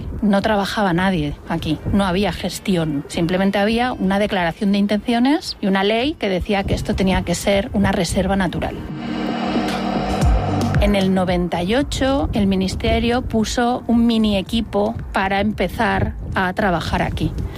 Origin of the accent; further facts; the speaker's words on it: Ibiza, Balearic Islands, Spain; born there; Yo soy nacida en Ibiza y por parte de mi madre, familia ibicenca, más o menos de Ibiza ciudad.